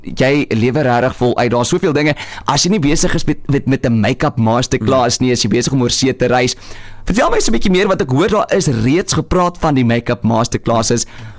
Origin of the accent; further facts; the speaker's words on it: Beaufort West, Western Cape, South Africa; moved away; ek was oorsprong van Beaufort West.